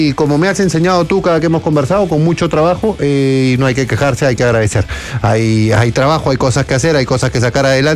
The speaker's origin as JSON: {"language": "Spanish", "town": "Chiclayo", "region": "Lambayeque", "country": "Peru", "said": "un abrazo enorme a toda mi tierra querida"}